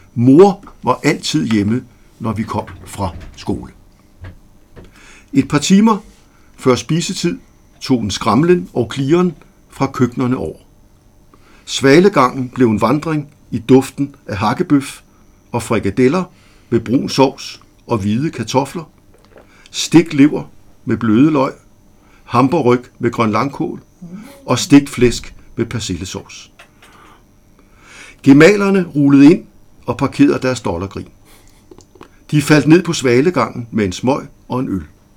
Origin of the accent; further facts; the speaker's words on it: Rødovre, Capital Region of Denmark, Denmark; Så min barndom har været i Rødovre.